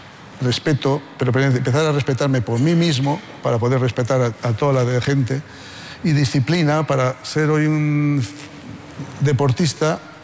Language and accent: Spanish; Haro, La Rioja, Spain; yo en mi pueblo, en Aro, en La Rioja, era del Athletic Club de Bilbao, como aficionado.